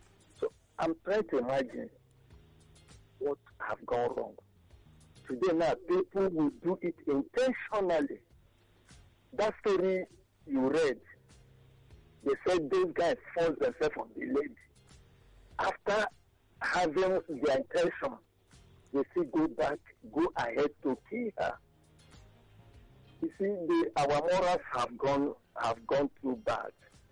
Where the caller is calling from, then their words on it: Nigeria; I'm calling from Eba.